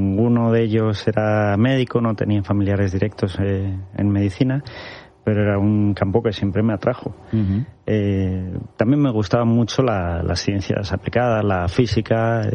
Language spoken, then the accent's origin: Spanish; Collado Villalba, Community of Madrid, Spain; básicamente crecí en Villalba, que es un pueblo de la Sierra de Madrid, que muchos conoceréis. Fui en colegio público, como tantos otros.